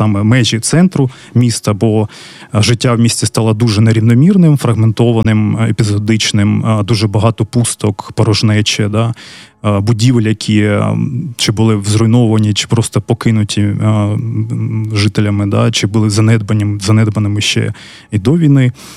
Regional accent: Kharkiv, Kharkiv Oblast, Ukraine; Там, я харків'янин, більша частина команди теж з Харкова, всі ми дуже любимо своє місто

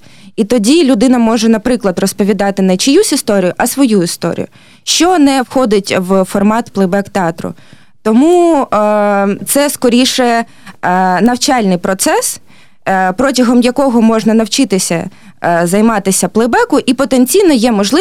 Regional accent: Kharkiv, Kharkiv Oblast, Ukraine; всі ми в Харкові, ми харків'яни

